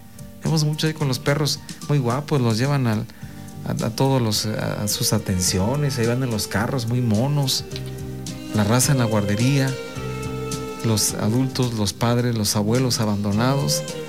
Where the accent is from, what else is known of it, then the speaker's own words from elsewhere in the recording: Mexico; somos mexicanos